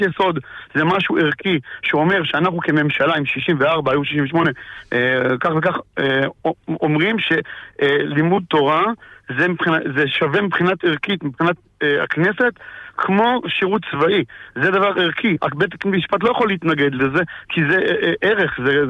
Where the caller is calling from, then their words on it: Ramat Gan, Tel Aviv District, Israel; אני מרמת גן.